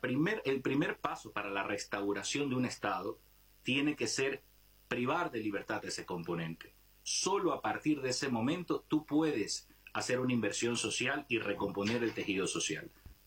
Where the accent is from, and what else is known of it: Ecuador